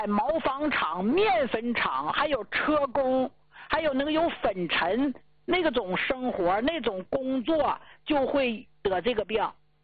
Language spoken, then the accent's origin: Chinese; Jilin, China; 咱都本乡本土的家乡人啊，我就是咱们吉林地区出来的啊。